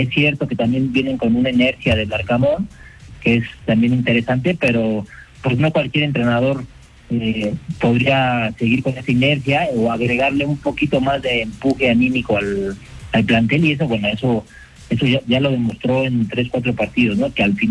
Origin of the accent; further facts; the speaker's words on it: Mexico; y eso como exfutbolista mexicano me encanta